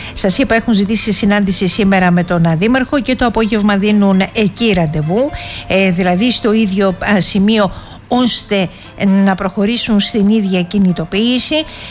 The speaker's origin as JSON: {"language": "Greek", "town": "Viannos", "region": "Crete", "country": "Greece", "tie": "born there", "moved": "yes", "lives_now": "Heraklion, Greece", "said": "στη Βιάνο το χωριό μου"}